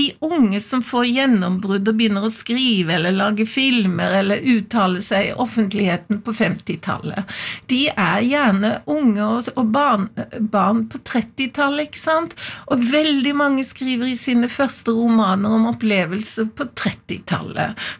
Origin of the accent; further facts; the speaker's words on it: Farsund, Agder, Norway; born there; Jeg født i Farsund, på Lista, men der har jeg jo aldri bodd.